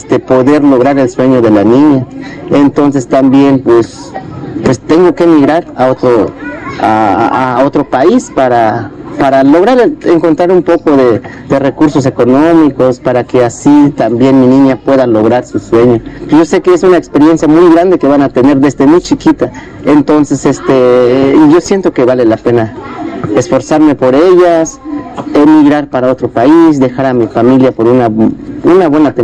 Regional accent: Chiapas, Mexico; first language Tzeltal; Spanish is a second language; llevar a nuestra etnia Tzeltal a otros rincones del mundo

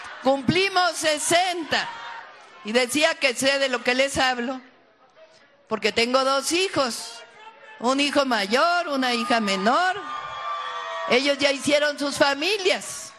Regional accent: Mexico

